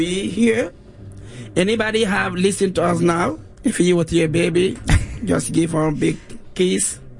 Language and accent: English; Conakry, Guinea; So I'm from Guinea, Conakry.